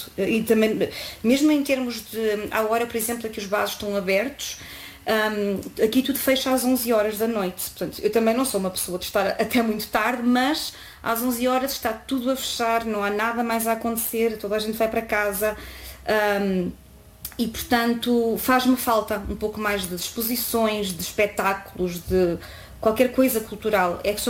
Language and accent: Portuguese; Coimbra, Portugal; mas também eu sou de Coimbra, não é? Uma cidade mais pequenina, onde não acontece tanta coisa.